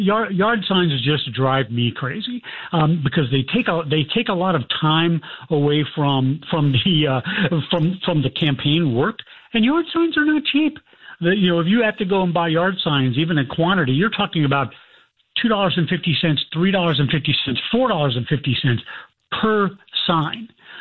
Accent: Plano, Texas, United States; born or raised there

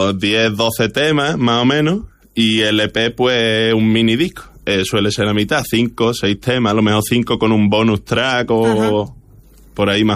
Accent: Ardales, Andalusia, Spain; born or raised there

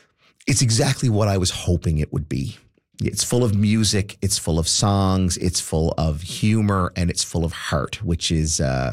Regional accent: King's Point, Newfoundland and Labrador, Canada; I grew up in Kings Point in the 80s, and I had no idea who this person was.

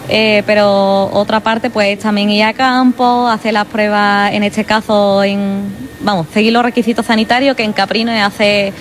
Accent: Andalusia, Spain; yo soy de la Serranía

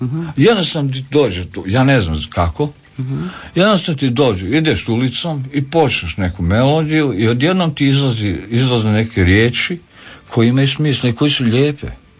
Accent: Vinkovci, Vukovar-Srijem County, Croatia; moved away; Tako da govorim srpski, ali mi je bliži, ja sam tamo iz Vinkovaca, mi smo tamo govorili srpski.

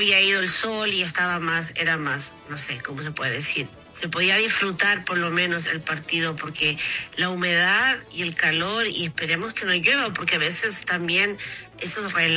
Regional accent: Chile; Yo me siento muy orgullosa de mi tierra acá chilena

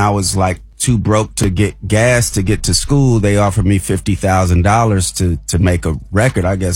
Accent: Oakland, California, United States; But I'm from Oakland.

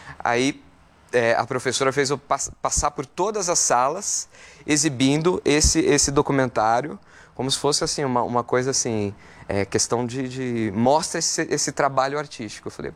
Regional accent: São Paulo, Brazil; Eu sou do Campo Limpo, Santo Amaro.

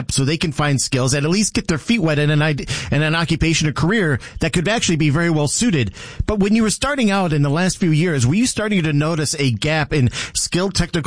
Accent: Detroit, Michigan, United States; moved away; And I've lived in Southern Nevada for 30 years, but I grew up in Detroit.

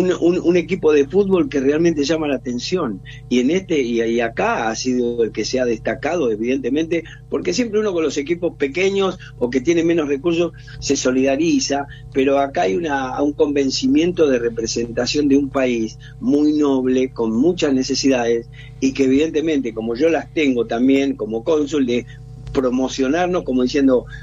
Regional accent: Argentina; Mire, no, la verdad que yo soy argentino, tengo el corazón argentino

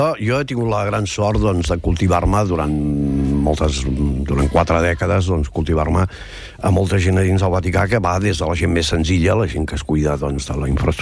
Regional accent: Vic, Catalonia, Spain; Jo sóc de Vic, també cal dir-ho, a la ciutat dels Sants, vull dir, família de capellans, també, doncs, sobretot per part de la meva mare, alemanys

